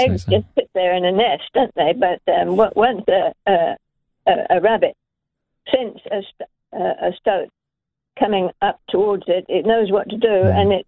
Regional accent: England, United Kingdom; moved away as an adult; now in New Zealand; I'm English myself.

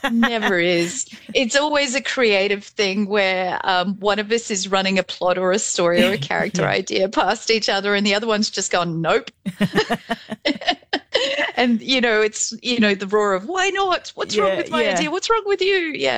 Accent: Australia; So I grew up in Outback Australia.

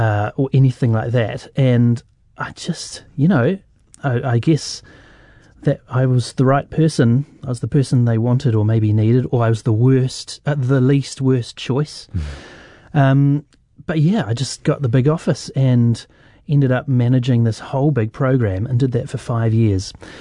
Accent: Wellington, New Zealand; I grew up in Kilburn and Karori, and until the year 2001, I'd never even been to America other than on holiday.

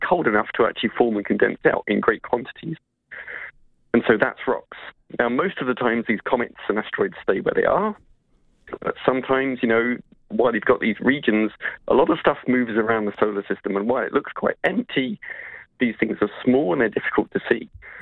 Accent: England, United Kingdom; accent: English; now in New Zealand; with my English accent

